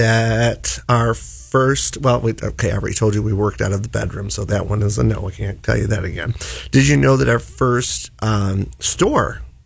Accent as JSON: {"language": "English", "town": "Rochester", "region": "New York", "country": "United States", "tie": "born or raised there", "said": "I feel like it's extremely important to remind everyone that we were born and raised in Rochester here."}